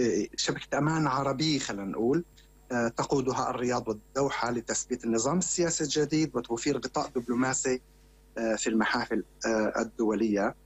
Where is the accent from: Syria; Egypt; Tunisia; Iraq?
Syria; احنا كسوريين نستفيد منه